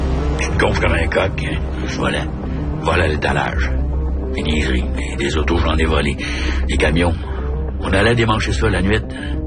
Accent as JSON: {"language": "French", "town": "Quebec City", "region": "Quebec", "country": "Canada", "tie": "born or raised there", "said": "J'ai été élevé à Saint-Roch, jusqu'à Limoilou."}